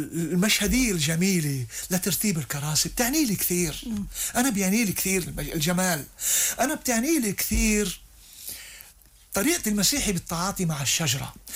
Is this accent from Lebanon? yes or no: yes; Lebanon; أنا لبناني قبل مني مسلم، وأنا عندي لبنان قبل مكي.